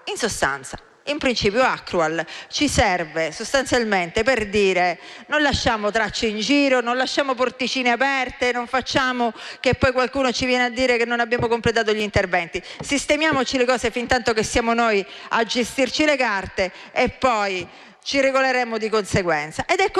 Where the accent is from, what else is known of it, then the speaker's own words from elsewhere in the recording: Sicily, Italy; da siciliana e quindi da persona del sud